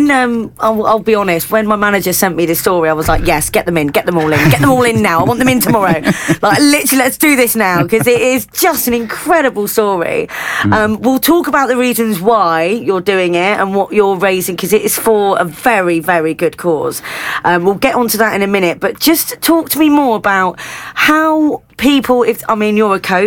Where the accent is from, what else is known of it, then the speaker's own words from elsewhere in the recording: South West England, United Kingdom; I grew up in Devon. Luckily, I sort of am a surfer, so I'm quite hot on it